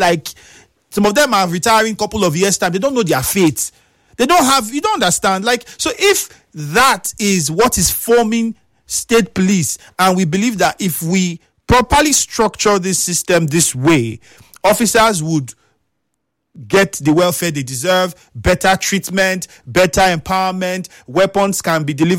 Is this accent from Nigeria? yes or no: yes; Nigeria; as a Nigerian, speaking as a Nigerian